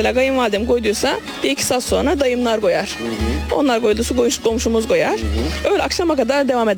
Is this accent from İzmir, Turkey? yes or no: no; Soma, Manisa, Turkey